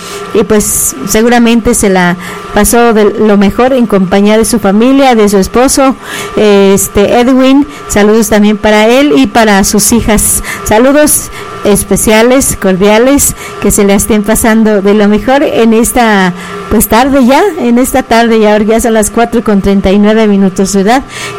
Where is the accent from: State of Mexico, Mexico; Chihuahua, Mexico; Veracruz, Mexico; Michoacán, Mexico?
Michoacán, Mexico; Cherán; Es que somos de Cherán, pues. ¿Qué quieren? Pues si somos de Cherán, casi que adivinamos, ¿verdad?